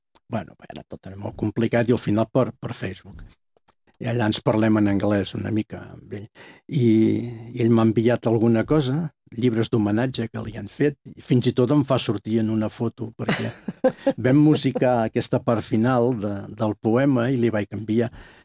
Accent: Catalonia, Spain; now in Artés, Spain; jo soc català i visc a Artés

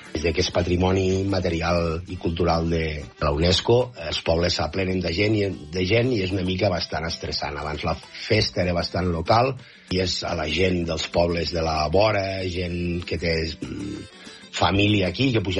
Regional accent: Taüll, Catalonia, Spain

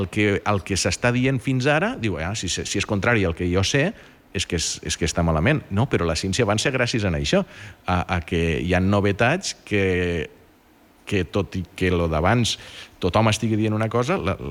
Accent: Catalonia, Spain

